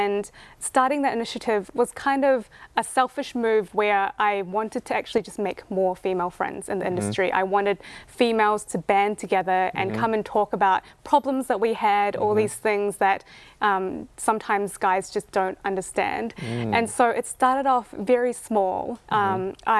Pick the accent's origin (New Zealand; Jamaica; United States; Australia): New Zealand; also born or lived in Thailand; for me, I grew up in New Zealand mm-hmm. and Thailand. Mm-hmm. So I was able to see the differences in how people lived in both countries.